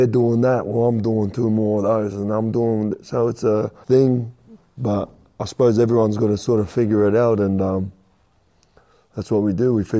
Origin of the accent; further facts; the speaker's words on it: New South Wales, Australia; Like, I come from Watanabe, I'm 2259, you know what I mean?